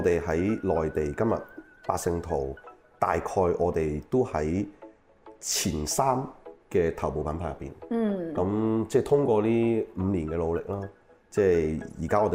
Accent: China; 即係我哋中國人嘅需求係往上

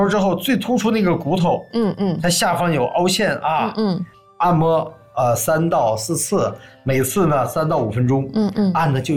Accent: Northeast China, China; 作为一个东北人啊

